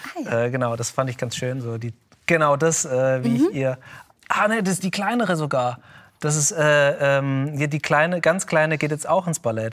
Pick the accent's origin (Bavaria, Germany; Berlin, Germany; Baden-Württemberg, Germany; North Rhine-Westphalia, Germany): Baden-Württemberg, Germany; Stuttgart; Ich bin in Stuttgart aufgewachsen, habe dann in Augsburg studiert.